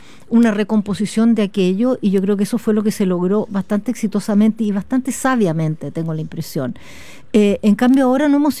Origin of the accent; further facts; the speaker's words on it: Chile; los chilenos hagamos un esfuerzo